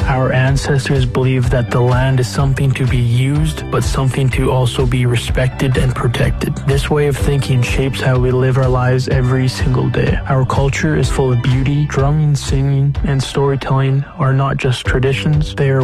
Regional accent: British Columbia, Canada; I'm from the Tel-Tan Nation. … I come from people who've always understood the importance of caring for the land and each other.

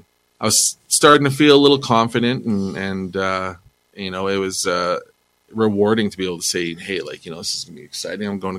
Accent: Edmonton, Alberta, Canada; also born or lived in Buffalo Lake / Sherwood Park; In Buffalo Lake. I moved out here when I was six back to Edmonton. So I actually grew up in Elmwood, not too far from here, Calder.

